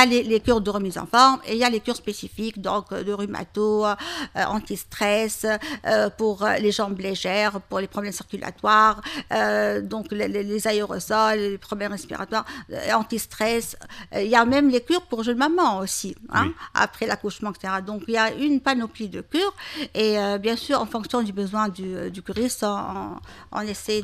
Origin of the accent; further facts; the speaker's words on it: Tunisia; Et là, c'est un plus chez nous en Tunisie. On a ce sens d'empathie et surtout d'écoute et de convivialité.